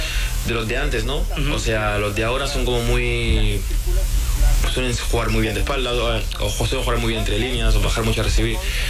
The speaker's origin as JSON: {"language": "Spanish", "town": "Barcelona", "region": "Catalonia", "country": "Spain", "said": "Yo soy de Barcelona, pero mi equipo siempre es el Real Madrid"}